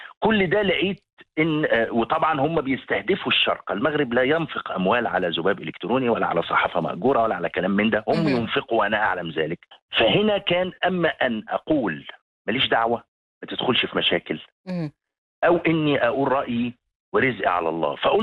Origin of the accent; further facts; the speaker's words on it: Egypt; منطقة عندنا في مصر كيلومتر في كيلومتر عاملين عليها مشكلة مع السودان وبنسكت عنها